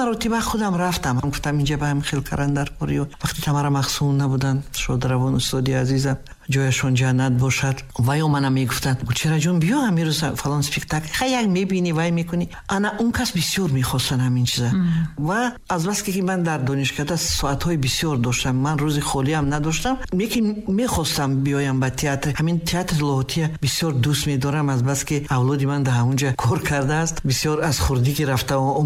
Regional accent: Kuhistan, Tajikistan; ман кӯҳистон аст забоншам медонам охир ман мардуми кӯҳистонам

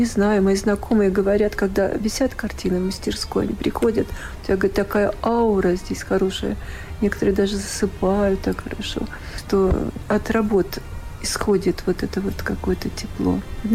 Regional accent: Tajikistan; я, поскольку родилась в Таджикистане, жила, я знаю хорошо этот материал, эту одежду, быт, кухню

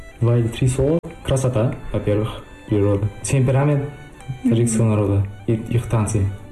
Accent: Uzbekistan; из Узбекистана.

